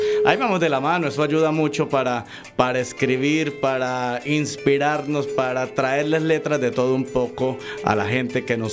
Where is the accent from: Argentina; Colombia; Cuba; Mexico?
Colombia; Fortul, Arauca; born there; now in Bogotá, Colombia; yo soy araucano también, del municipio de Fortul. Allá nací.